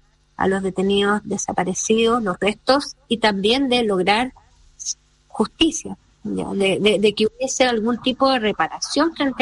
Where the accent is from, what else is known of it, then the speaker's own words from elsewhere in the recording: Chile; y de las que nosotros también como chilenos nos fuimos enterando, es lo que a él lo transformó.